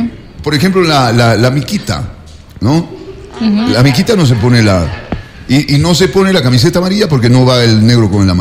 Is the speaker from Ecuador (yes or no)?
yes; Ecuador; los ecuatorianos nacidos aquí